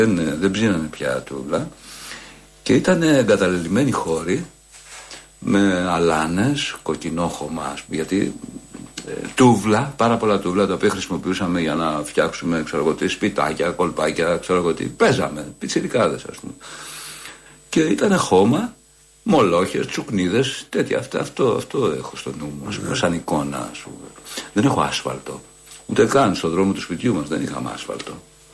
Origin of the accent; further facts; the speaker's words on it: Piraeus, Attica, Greece; Εγώ μεγάλωσα στην Καστέλα μέχρι 3 χρονών και μετά πήγαμε στα Καμίνια. Στον Πειραιά.